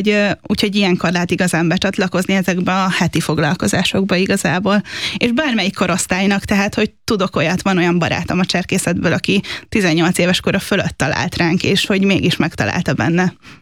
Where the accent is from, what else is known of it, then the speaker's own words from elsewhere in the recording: Szeged, Csongrád-Csanád, Hungary; moved away; szegedi vagyok eredetileg, úgyhogy Szegeden kezdtem el cserkészkedni